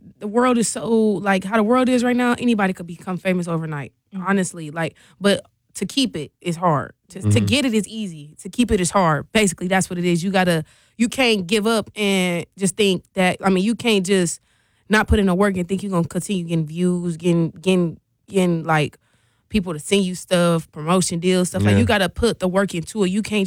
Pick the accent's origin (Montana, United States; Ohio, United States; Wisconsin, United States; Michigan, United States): Wisconsin, United States; Milwaukee; I'm from Milwaukee, Wisconsin.